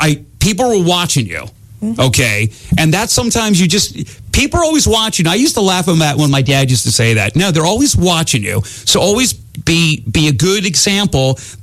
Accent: Scotland, United Kingdom; he thinks like me, I'm Scottish.

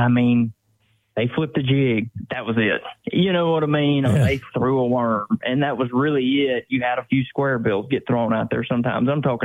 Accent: United States; I grew up on the Tombigbee River

